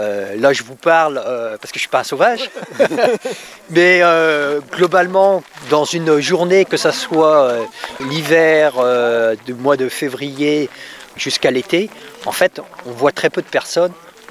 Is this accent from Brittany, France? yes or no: yes; Brittany, France; Non, je suis originaire du Finistère.